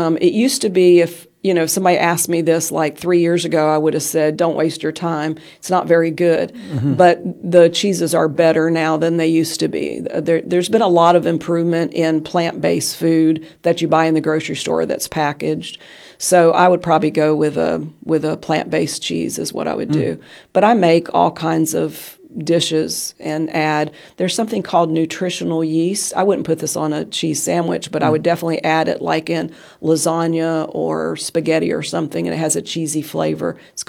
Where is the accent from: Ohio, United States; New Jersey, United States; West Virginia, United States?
West Virginia, United States; Well, I grew up in West Virginia thinking that you season with fat. That's how I grew up.